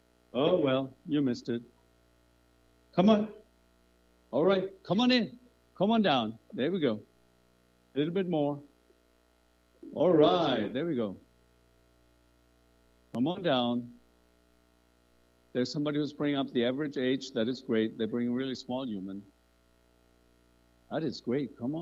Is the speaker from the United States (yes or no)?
no; Germany; moved away; I'm from Germany. That's what we play over there.